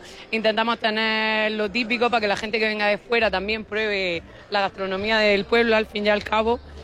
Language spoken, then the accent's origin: Spanish; Níjar, Andalusia, Spain; son las fiestas de mi pueblo.